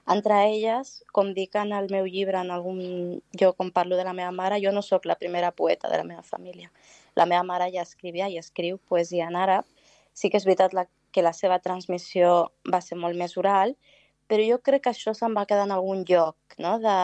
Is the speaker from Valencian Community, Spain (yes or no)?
yes; Valencian Community, Spain; jo vaig créixer al País Valencià, a la província de Castelló, pensant que era una més d'aquesta societat, no?, heterogènia i diferent